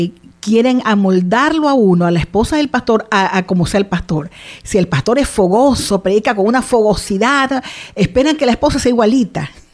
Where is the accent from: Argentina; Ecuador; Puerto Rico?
Ecuador; Guayaquil, Guayas; soy de Guayaquil, Ecuador, esposa de pastor, pastora también